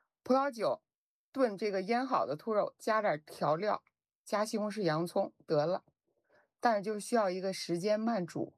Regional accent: China; 特别适合我们中国人的口味。

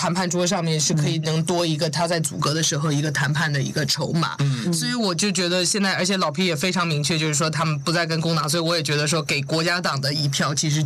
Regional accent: New Zealand; 纽西兰，我们作为一个小的国家

